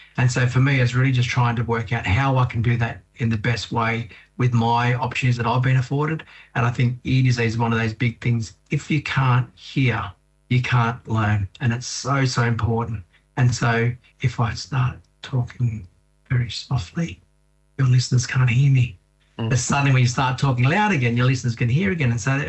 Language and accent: English; Australia; born or raised there